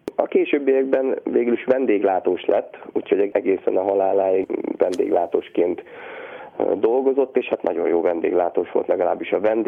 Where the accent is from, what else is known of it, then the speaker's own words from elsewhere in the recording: Zánka, Veszprém County, Hungary; valóban én Zánkán nőttem föl, édesapám is ott dolgozott, valamint édesanyám még is Zánkán éltek. Én az egész gyerekkoromat a Balaton parton, a Balaton felvidéken töltöttem.